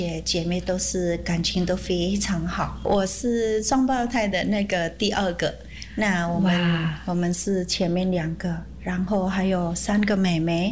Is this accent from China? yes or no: no; Indonesia; also born or lived in Taiwan; now in Monrovia, United States; 我来自印尼。